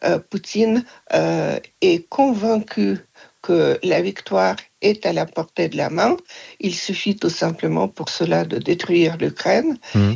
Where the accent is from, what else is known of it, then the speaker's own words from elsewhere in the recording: France; also born or lived in Russia; comme chez nous en France